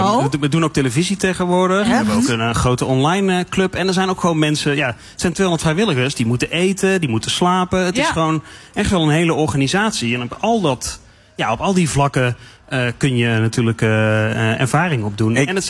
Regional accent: Tilburg, North Brabant, Netherlands; accent: Brabants; Nou, ik kom uit Tilburg. Dus ik mag hier deze week ook gewoon weer helemaal mijn eigen taal praten.

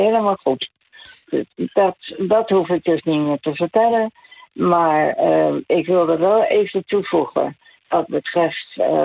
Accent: The Hague, South Holland, Netherlands; Ik kom daar eigenlijk uit Den Haag. Scheveningen geëvacueerd naar Den Haag door de bouw van Atlantic Wolf.

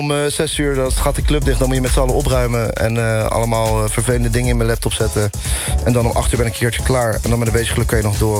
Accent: The Hague, South Holland, Netherlands; Maar ik kom gewoon uit Den Haag.

